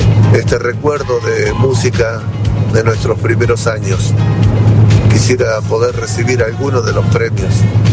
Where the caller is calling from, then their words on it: Pergamino, Buenos Aires Province, Argentina; de Pergamino, ahora paseando en Capital.